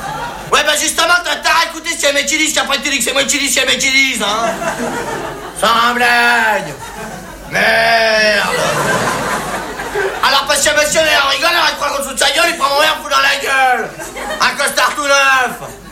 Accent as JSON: {"language": "French", "country": "France", "said": "Les français, c'est des cons, oui, ben je suis bien placé, hein, je suis français."}